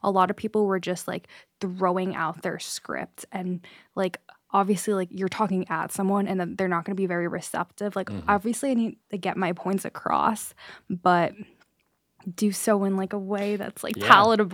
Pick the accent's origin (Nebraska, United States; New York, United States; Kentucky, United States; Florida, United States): New York, United States; New York City; I'm from Queens.